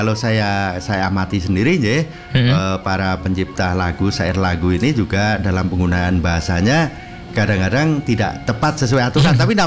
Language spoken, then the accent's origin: Indonesian; Semarang, Central Java, Indonesia; sebagai orang Jawa Tengah, orang Semarang